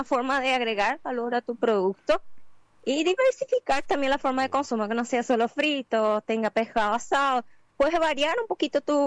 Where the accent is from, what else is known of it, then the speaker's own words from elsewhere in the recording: Caaguazú, Paraguay; now in Santa Rita, Paraguay; soy paraguayo, soy nacida en Paraguay, soy caguaseña. Y el acento se me agarró un poquitito, pero tenemos